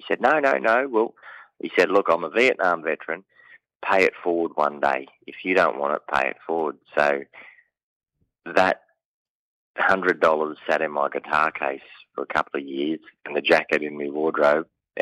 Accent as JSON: {"language": "English", "region": "Queensland", "country": "Australia", "said": "yes, you're right, I'm from Queensland."}